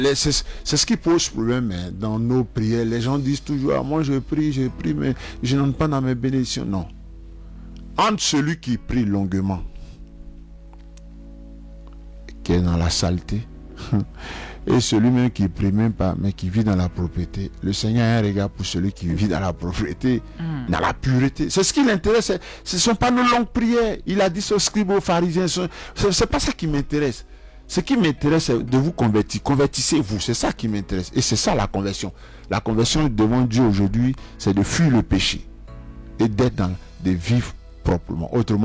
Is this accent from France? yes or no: no; Côte d’Ivoire; born there; Quand j'étais jeune à Saint-André, enfant de cœur, on faisait ça de 23h à minuit dans les années 80